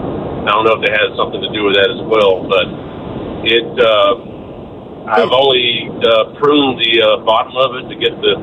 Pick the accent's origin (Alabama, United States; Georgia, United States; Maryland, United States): Georgia, United States; Gwinnett County; No. I'm from Gwinnett County, so I didn't get any traffic.